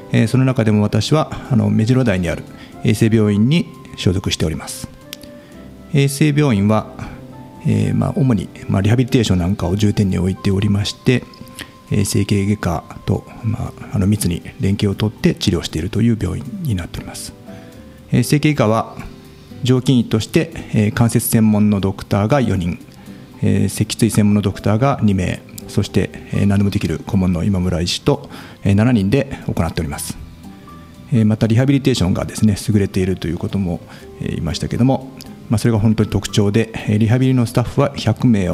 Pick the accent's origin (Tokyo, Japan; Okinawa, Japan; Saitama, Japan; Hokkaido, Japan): Tokyo, Japan; Tachikawa; 今48歳で、出身大学は日本大学ですね。で、私は、出身が立川なので、